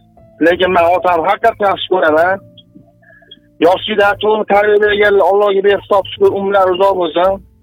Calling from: Tashkent, Uzbekistan; Toshkentdan

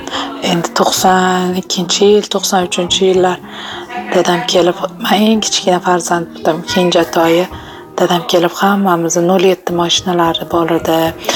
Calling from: Margilan, Fergana Region, Uzbekistan; Marg'ilonlikmiz asli.

